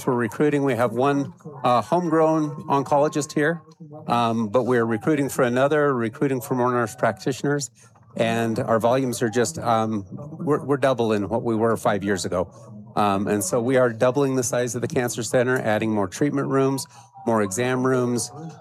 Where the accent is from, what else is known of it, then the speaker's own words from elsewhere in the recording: Utah, United States; moved away as an adult; now in Cedar City, United States; Yep, I grew up there. My parents, my grandparents, and so on.